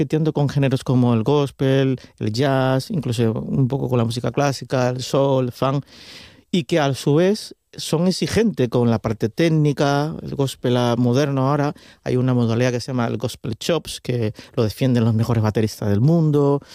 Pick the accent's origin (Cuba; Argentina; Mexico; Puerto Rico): Cuba; now in Spain; Yo nativo soy de Cuba.